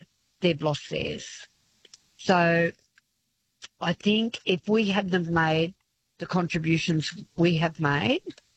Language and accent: English; Yass, New South Wales, Australia; born there; now in Forbes, Australia; I was born in Yass, so that sort of shocked me to know that you can't have a baby in Yass.